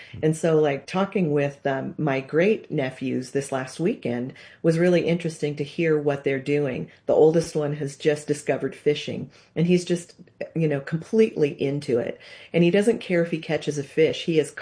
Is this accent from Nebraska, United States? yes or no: yes; Nebraska, United States; born or raised there; now in Colorado, United States